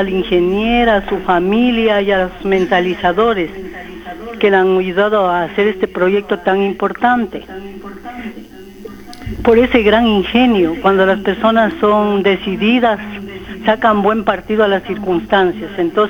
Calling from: Loja, Ecuador; estoy llamando de aquí del barrio Los Faiques.

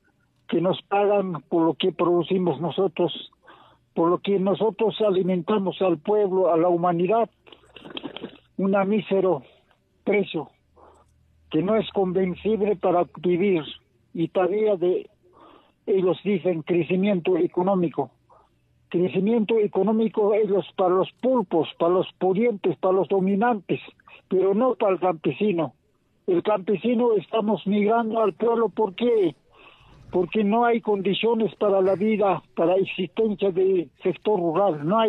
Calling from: Puno, Peru; de la provincia de Azángaro.

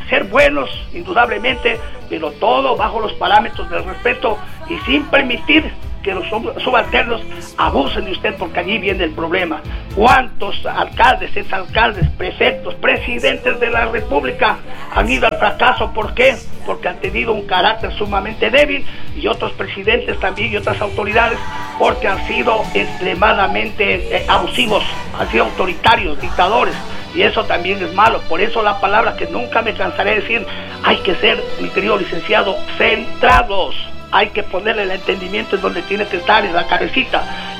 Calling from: Ecuador; como ecuatorianos

